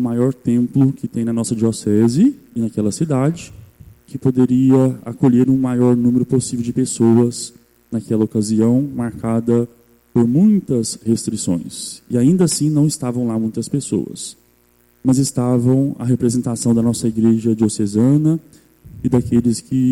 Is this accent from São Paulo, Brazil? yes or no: no; Carmo do Cajuru, Minas Gerais, Brazil; Lá em Carmo do Cajuru, a minha terra natal, o lugar que me gerou